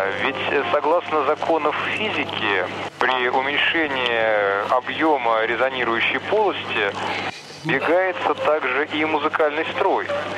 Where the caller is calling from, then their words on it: Kazan, Tatarstan, Russia; Я из Казани звоню.